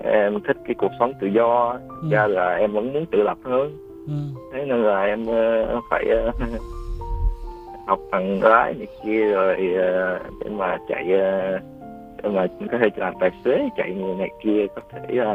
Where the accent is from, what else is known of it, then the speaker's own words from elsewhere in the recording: Ho Chi Minh City, Vietnam; Dạ, quê gốc thì em ở Hà Tĩnh. Mà em thì sinh ra lớn lên ở thành phố Hồ Chí Minh.